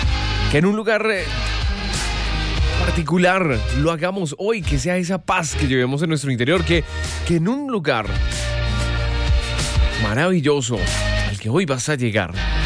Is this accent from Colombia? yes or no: yes; Colombia; Como buen colombiano, hay que levantarse, sacudirse un poco el polvo.